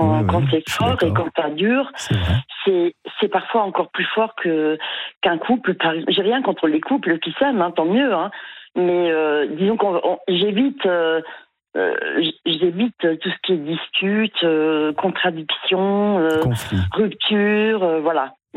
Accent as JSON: {"language": "French", "town": "Marseille", "region": "Provence-Alpes-Côte d'Azur", "country": "France", "tie": "born there", "said": "Et ensuite j'ai été transférée en France parce que figurez-vous que je suis née à Marseille, mais vraiment j'y suis née, c'est tout."}